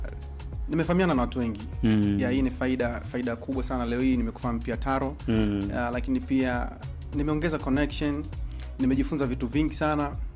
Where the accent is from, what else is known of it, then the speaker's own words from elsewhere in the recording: Tabora, Tanzania; Mimi ni Msukuma, mimi ni Mnyamwezi wa Tabora